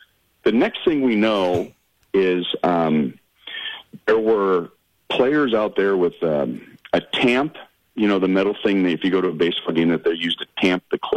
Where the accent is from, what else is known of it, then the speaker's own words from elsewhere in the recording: California, United States; I'm kind of getting acclimated to this playing in the cold thing after growing up in Southern California.